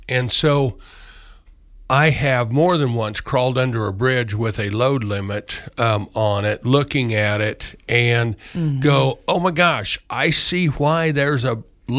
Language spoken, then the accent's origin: English; Morganville, Kansas, United States; Morganville, which I left out, my hometown